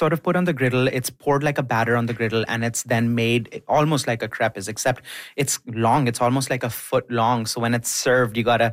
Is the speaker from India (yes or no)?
yes; India; moved away; I have a very high bar for Indian food. I am from there. I grew up there.